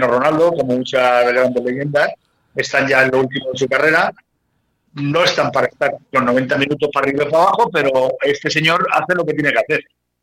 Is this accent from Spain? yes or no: yes; Spain; como lo somos todos los españoles